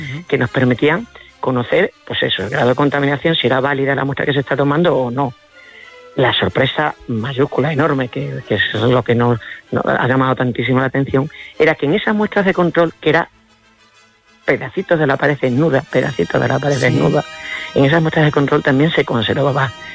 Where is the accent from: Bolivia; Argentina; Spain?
Spain; Extremadura; que es casi tanto más calor que el que hace en mi tierra aquí en Extremadura.